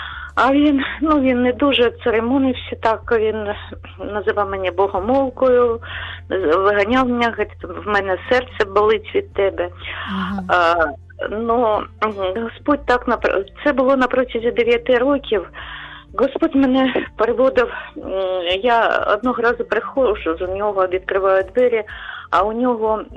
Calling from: Kharkiv, Kharkiv Oblast, Ukraine; я з Харкова.

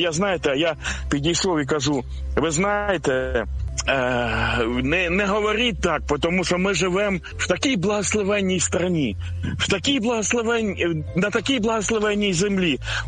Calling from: Kharkiv, Kharkiv Oblast, Ukraine; я із Харкова вас безпокою.

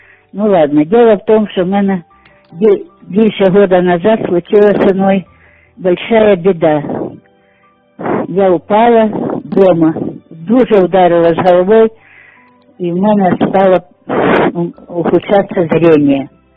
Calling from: Sumy, Sumy Oblast, Ukraine; Я з Сум дзвоню

